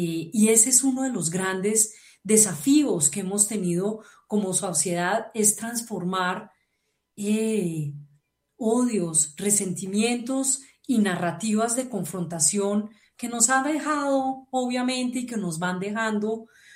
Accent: Colombia

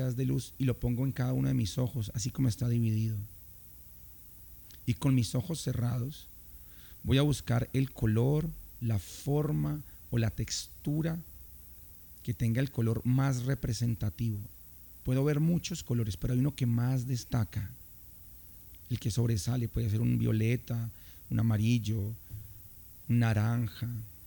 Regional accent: Cali, Valle del Cauca, Colombia; los caleños somos de un corazón enorme

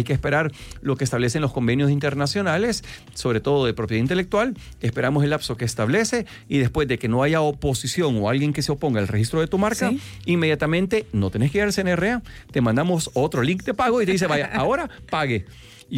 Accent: El Salvador

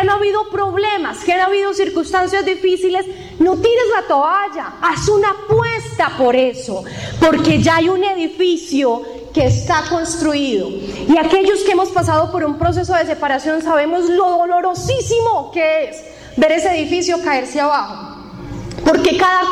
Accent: Eje Cafetero, Colombia; born there; Yo en mi adolescencia viví en el Eje Cafetero y me tocó el terremoto del 99. Mi casa se vio medio afectada del todo, pero no se cayó, o sea, quedó de pie.

